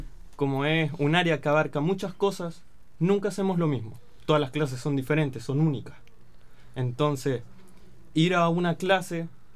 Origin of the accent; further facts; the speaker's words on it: Linares, Maule, Chile; Yo soy acá también de Linares.